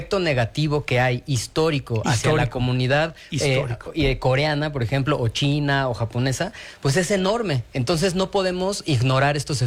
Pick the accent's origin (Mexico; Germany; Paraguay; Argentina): Mexico; yo creo que aquí lo importante es analizar el tema de la intención, porque a las y los mexicanos nos